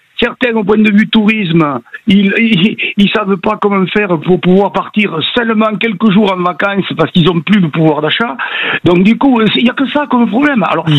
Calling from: Beaumont-de-Lomagne, Occitanie, France; Je suis à Beaumont de Lomagne.

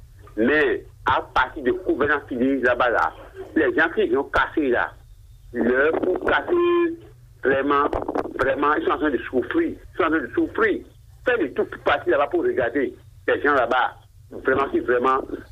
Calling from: Ouidah, Atlantique, Benin; Je vous appelle de Wida

